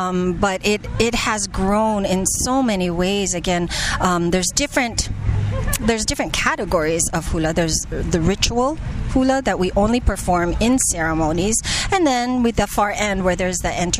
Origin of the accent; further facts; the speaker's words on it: Toronto, Ontario, Canada; also born or lived in Philippines; even though I'm born in the Philippines, I grew up in Toronto